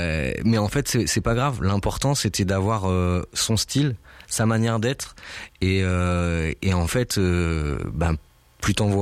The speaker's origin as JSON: {"language": "French", "town": "Tours", "region": "Centre-Val de Loire", "country": "France", "said": "on est tourangeaux à la base."}